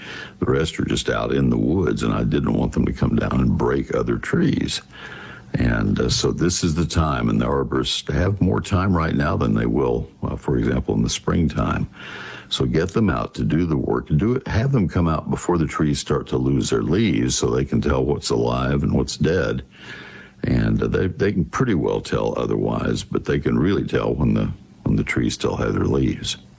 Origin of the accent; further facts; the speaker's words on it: Texas, United States; So just, Texans, I am a Texan. I get to say this about us.